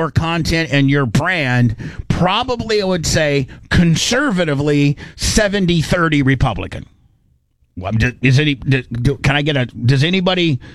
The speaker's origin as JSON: {"language": "English", "region": "Tennessee", "country": "United States", "said": "I'm a country guy. I'm from Tennessee."}